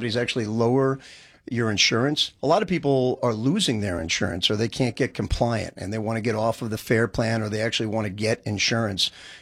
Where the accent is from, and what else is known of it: New Jersey, United States; also born or lived in Brooklyn, United States / Michigan, United States